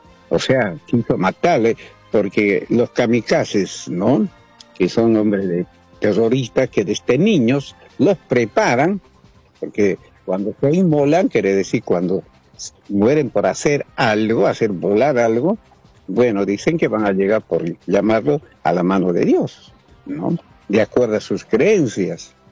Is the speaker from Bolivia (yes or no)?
yes; Bolivia; nos toca como bolivianos, estemos o no estemos radicados en nuestro país.